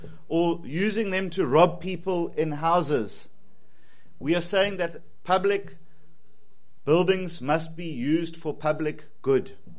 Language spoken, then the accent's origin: English; KwaZulu-Natal, South Africa; I come from KwaZulu-Natal